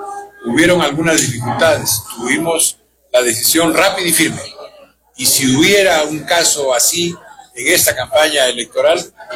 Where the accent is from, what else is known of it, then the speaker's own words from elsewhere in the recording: Arequipa, Peru; Soy arequipeño también